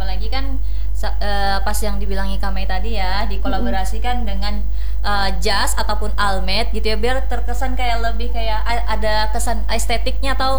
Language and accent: Indonesian; Kalimantan, Indonesia; Tapi yang pastinya kami sebagai orang Kalimantan, kami tetap bangga bagian dari Kalimantan ya